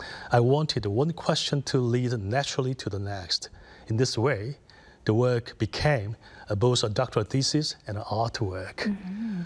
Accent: South Korea

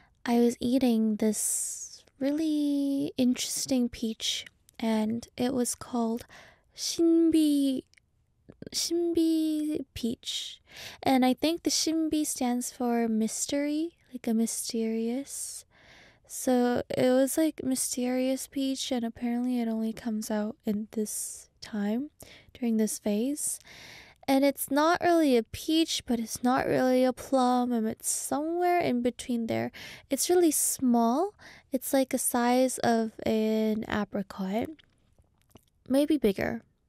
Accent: Canada; now in South Korea; I remember having a lot of it when I grew up in Canada. After I came to Korea, it's hard to eat it because we don't eat it here.

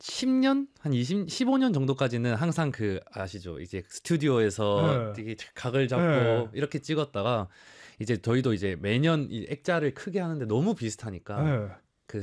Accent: Busan, South Korea; 제가 고향이 부산인데 네. 한 번도 못 내려갔거든요.

